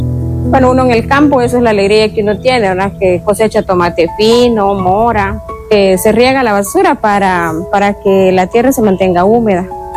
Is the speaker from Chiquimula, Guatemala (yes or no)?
yes; Chiquimula, Guatemala; soy originaria de Muyurco.